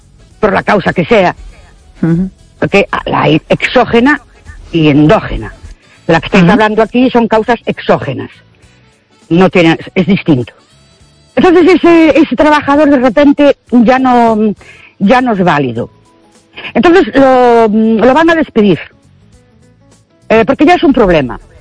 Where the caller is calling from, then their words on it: Ourense, Galicia, Spain; Buenas noches … de Orense.